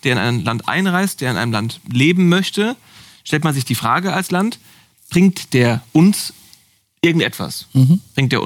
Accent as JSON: {"language": "German", "country": "Germany"}